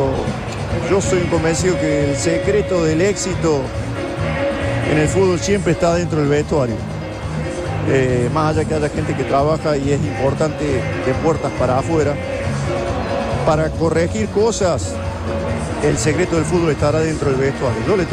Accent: Córdoba, Argentina; Yo soy de Córdoba.

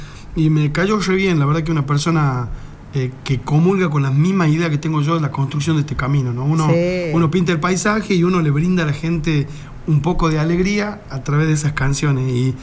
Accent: Argentina; el problema que tenemos como argentinos

